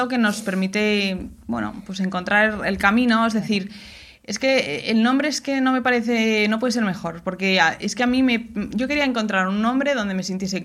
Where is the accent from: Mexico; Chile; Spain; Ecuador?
Spain; Madrid, Community of Madrid; now in Mieres, Spain; donde vivimos ahora, que vivimos en Mieres, porque yo soy de Madrid, pero vivimos en Asturias